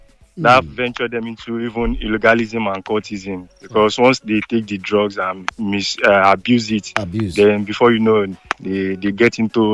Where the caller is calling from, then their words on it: Ikorodu, Lagos, Nigeria; I'm calling from Ikorodu.